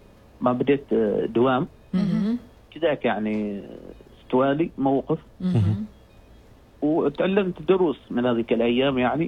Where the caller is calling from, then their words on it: Al Mudaybi, Ash Sharqiyah North, Oman; والله من المضيبي.